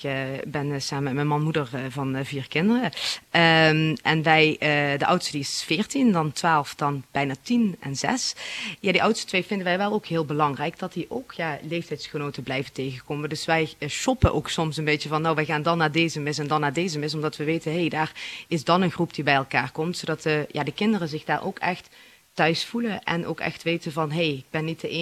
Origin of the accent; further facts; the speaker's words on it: Roermond, Limburg, Netherlands; born there; also born or lived in United States / Mexico; Ik ben oorspronkelijk geboren in Roermond, dus dat is 30 minuten hier ten noorden van. En daar omzwerving via Amerika en Mexico weer teruggekomen.